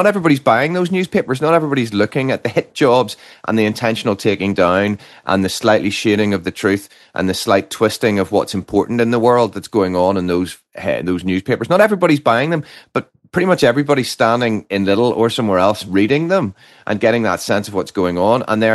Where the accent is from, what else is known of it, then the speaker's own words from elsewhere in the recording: Northern Ireland, United Kingdom; I come from Northern Ireland